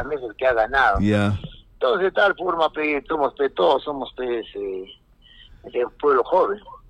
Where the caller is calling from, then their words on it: Arequipa, Peru; Así somos los arequipeños